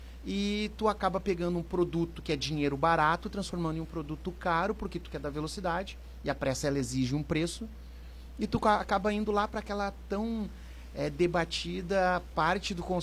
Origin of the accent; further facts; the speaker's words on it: São Leopoldo, Rio Grande do Sul, Brazil; moved away; Sou de São Leopoldo, Rio Grande do Sul.